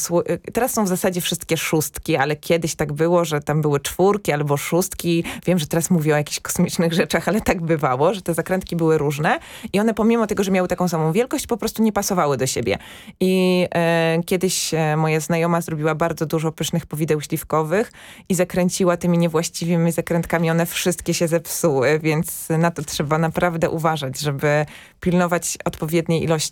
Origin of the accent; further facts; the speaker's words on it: Lesser Poland, Poland; moved away; ja pochodzę z Podhala i u nas na jagody mówimy borówki.